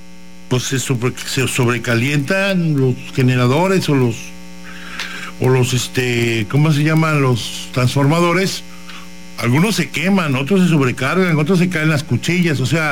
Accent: Mexico; me refiero a la historia que somos los mexicanos, y no nada más los mexicanos, o sea, esto lo traemos desde antes de ser pues nosotros somos criollos, somos una mezcla, ¿no?, de sangre ya

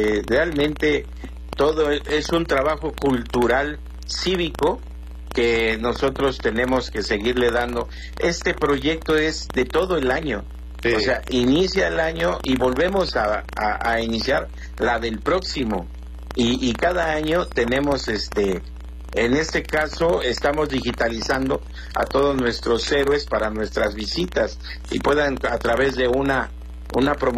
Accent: Chilpancingo, Guerrero, Mexico; Los que somos de Chilpancingo

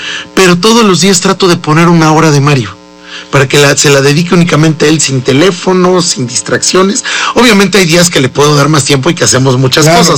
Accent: Puebla, Mexico; Somos auténticamente poblanos. Aquí nacimos, aquí nos criamos, aquí estamos criando a nuestros hijos, mi hermana, yo, mi tía

